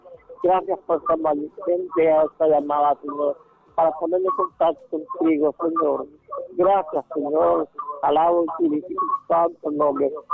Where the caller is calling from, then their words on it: La Masica, Atlántida, Honduras; De aquí, de La Masica.